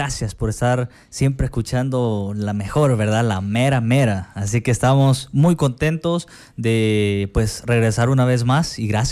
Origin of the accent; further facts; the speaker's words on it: Chalatenango, El Salvador; allá en Chalatenango somos meros, meros norteños